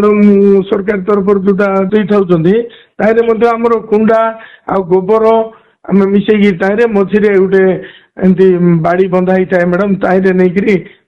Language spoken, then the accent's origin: Odia; Cherkapur, Odisha, India; ମୋର କୁନ୍ଦୁରା ବ୍ଲକ ଦିଗାପୁର ପଞ୍ଚାୟତ ଚେରକାପୁର ମୋର ଗାଁ।